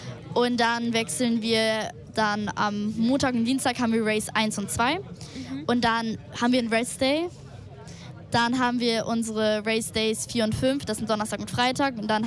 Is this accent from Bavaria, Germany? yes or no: no; Cologne, North Rhine-Westphalia, Germany; Und ich komme aus Köln.